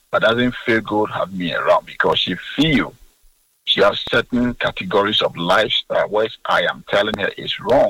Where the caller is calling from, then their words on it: Accra, Greater Accra, Ghana; I'm calling from East Legon.